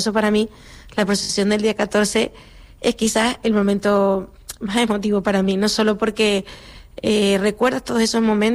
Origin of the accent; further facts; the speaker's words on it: Candelaria, Canary Islands, Spain; de mi pueblo Nigueste, en la Trinidad